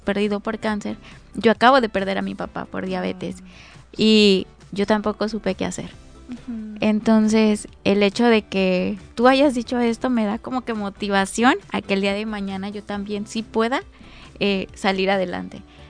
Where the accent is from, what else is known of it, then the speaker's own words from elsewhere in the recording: Acapulco, Guerrero, Mexico; me daba mucho orgullo mencionar que soy de Guerrero, que soy acapulqueña.